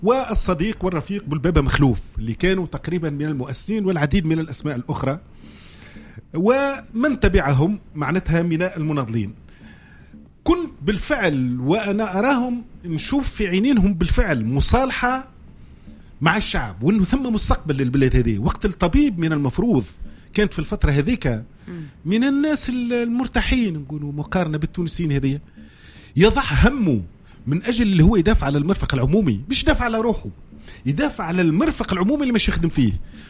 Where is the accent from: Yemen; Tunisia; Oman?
Tunisia